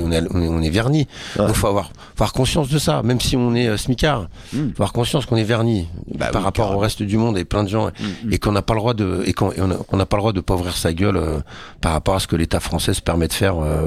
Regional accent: France; On est français. On n'a pas le droit de se dire ça nous concerne pas.

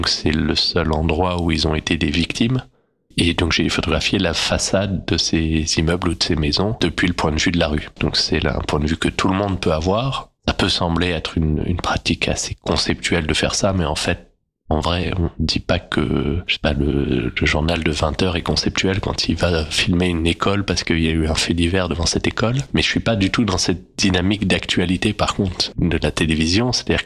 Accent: Île-de-France, France; l'île de France, là où j'ai grandi, et donc autour de Paris, ou des endroits que je connais bien.

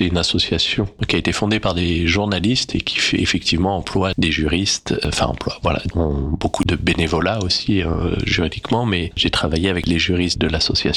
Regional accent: Île-de-France, France; l'île de France, là où j'ai grandi, et donc autour de Paris, ou des endroits que je connais bien.

